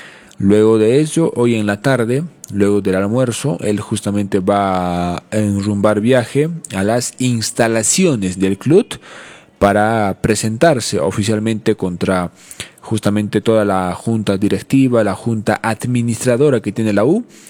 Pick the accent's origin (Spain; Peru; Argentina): Peru